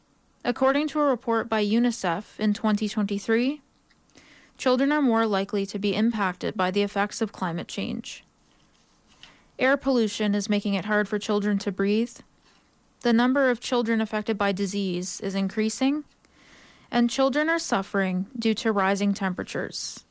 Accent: Fredericton, New Brunswick, Canada; now in Calgary, Canada; I am from Fredericton, New Brunswick, which is the unceded territory of the Wolastoqiyik, Mi'kmaq, and Passamaquoddy peoples, who signed peace and friendship treaties with the British Crown in the 1700s.

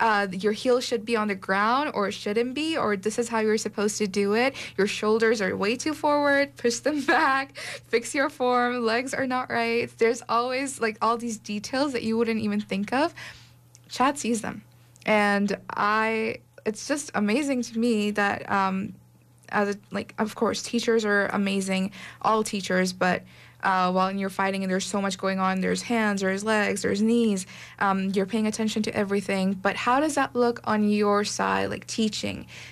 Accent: Pakistan; she enrolled us in a gym back home. So I'm from Pakistan, and she enrolled us.

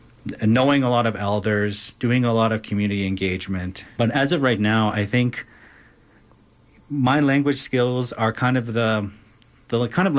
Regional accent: Siksika Nation, Alberta, Canada; now in Calgary, Canada; I'm from Siksika Nation, which is a Blackfoot reserve about an hour east of Calgary on the Trans-Canada, near Galician, Alberta. I am a combined degree communications and engineering student at the University of Calgary.

